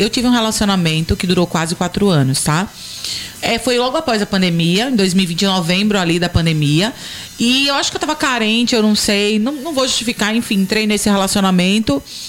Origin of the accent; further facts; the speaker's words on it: Northeast Region, Brazil; E eu deixo bem claro que sou artista e sou nordestina.